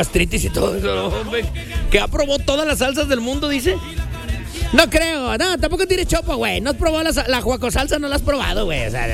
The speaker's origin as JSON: {"language": "Spanish", "country": "Mexico", "said": "ahí nos sentimos muy mexicanos todos"}